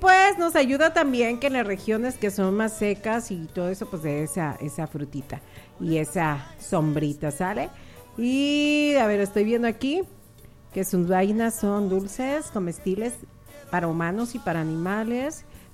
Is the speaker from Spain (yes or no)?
no; Mexico; estamos con música así un poquito más regional porque somos mexicanos